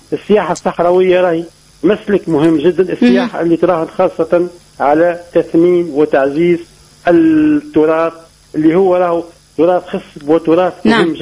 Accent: Tunisia; عندنا في تونس

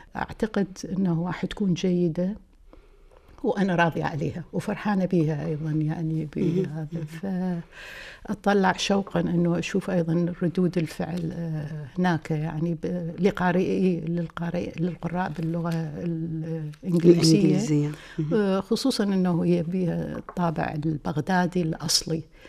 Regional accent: Iraq

